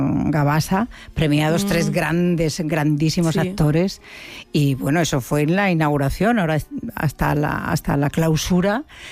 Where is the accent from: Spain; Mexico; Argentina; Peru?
Spain; Extremadura; grados que había en mi tierra